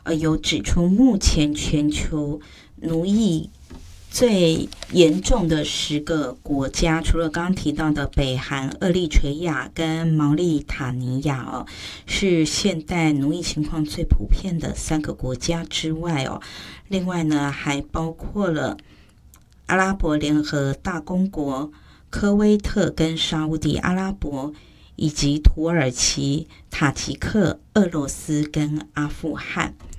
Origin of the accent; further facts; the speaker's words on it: Taiwan; 我觉得我们台湾人性情很善良